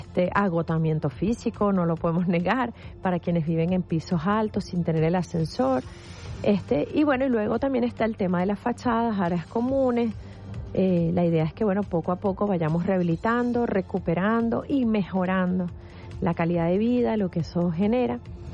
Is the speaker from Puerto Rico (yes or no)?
no; Venezuela; Es parte de lo que se espera que como venezolanos hagamos.